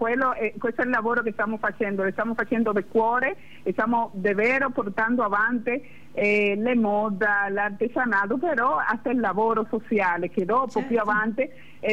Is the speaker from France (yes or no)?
no; Dominican Republic; Italian is a second language; moved away